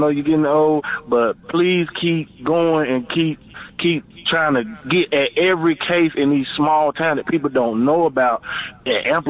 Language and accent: English; North Carolina, United States; I'm from North Carolina.